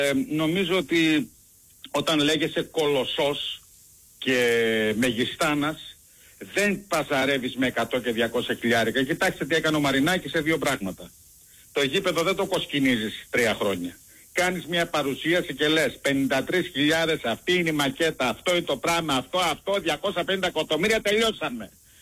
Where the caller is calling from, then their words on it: Netherlands; πάω Κολλανδία. Εδώ ήρθα εχθές από τη Θεσσαλονίκη.